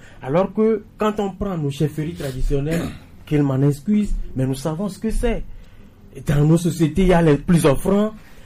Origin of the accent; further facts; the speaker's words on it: Togo; vous et moi, nous sommes Togolais. On vit au Togo